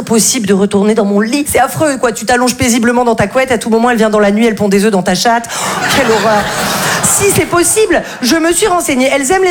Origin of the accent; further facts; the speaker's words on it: Val-de-Blore, Provence-Alpes-Côte d'Azur, France; moi, je viens d'un tout petit village qui s'appelle Val-de-Blore. C'est sublime, mais alors il faut pas du tout se faire mal là-bas, parce que si tu veux aller aux urgences, il faut faire 2 heures de route.